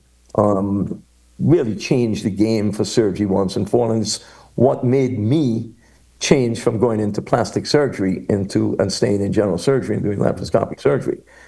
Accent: Antigua & Barbuda; moved away; I'm from Antigua, you know.

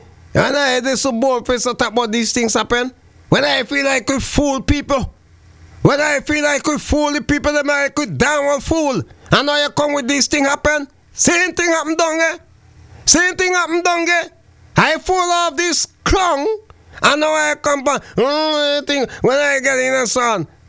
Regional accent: St. Vincent & Grenadines; now in Antigua and Barbuda; St. Vincent, my hometown.

